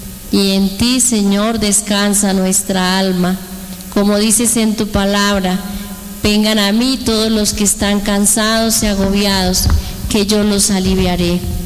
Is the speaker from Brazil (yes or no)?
no; Colombia; Hoy postrados aquí como colombianos